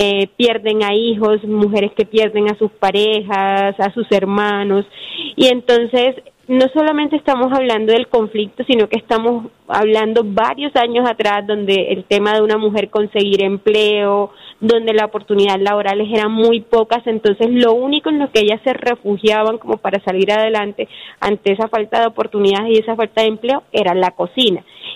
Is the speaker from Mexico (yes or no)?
no; Colombia